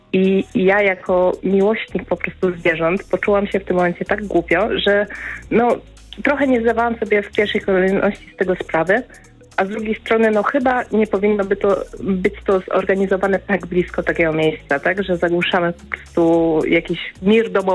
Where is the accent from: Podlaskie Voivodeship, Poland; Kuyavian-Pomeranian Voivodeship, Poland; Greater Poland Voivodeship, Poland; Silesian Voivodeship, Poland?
Silesian Voivodeship, Poland; ja jestem właśnie ze Śląska